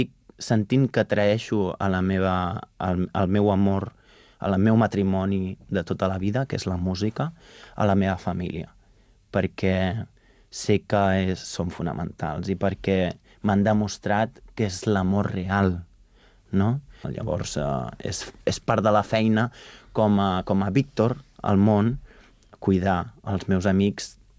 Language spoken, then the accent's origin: Catalan; Catalonia, Spain; Soc 25% gitano, ja ho he dit. Soc català de la ceba. Soc molt espanyol. Però és que jo he estat al Brasil. Jo he estat a Latinoamèrica.